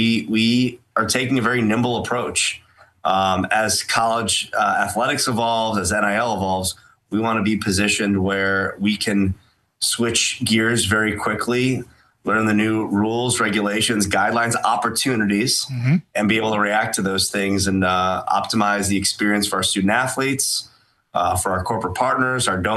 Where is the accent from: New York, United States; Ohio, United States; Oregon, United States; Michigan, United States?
New York, United States; Buffalo; It's just that's a fact of life in growing up in Buffalo.